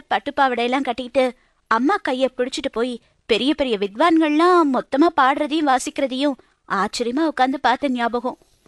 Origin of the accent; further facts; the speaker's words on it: Thiruvaiyaru, Tamil Nadu, India; Thiruvaiyaru sir.